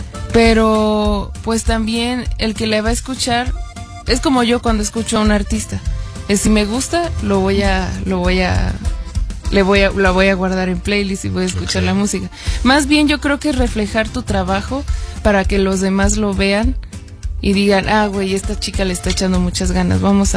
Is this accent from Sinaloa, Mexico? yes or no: no; Matehuala, San Luis Potosí, Mexico; yo siempre digo de Matehuala, San Luis Potosí, porque pues ahora sí que es la tierra que me vio nacer, crecer. Ahí tengo a mis abuelitos, o sea, a toda mi familia. Ahí me eduqué, todo ahí, me raspé las rodillas